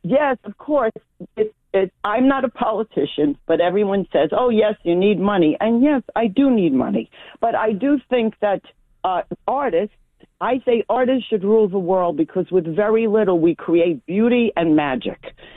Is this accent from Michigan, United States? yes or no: no; Brooklyn, New York, United States; Well, that is why, being a native New Yorker, I was born in Brooklyn. You know, I'm here for many years, lugging it out in the business of show business